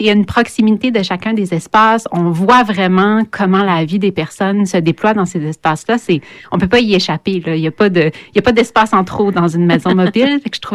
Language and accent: French; Campbellton, New Brunswick, Canada; j'ai une de mes amies d'enfance, là où j'ai grandi à Campbellton